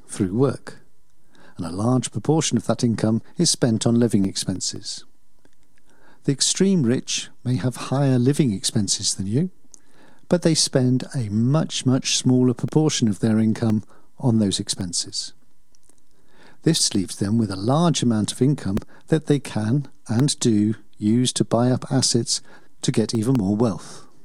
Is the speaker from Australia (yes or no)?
no; England, United Kingdom; now in Obertrum, Austria; I'm an Englishman living in Obertram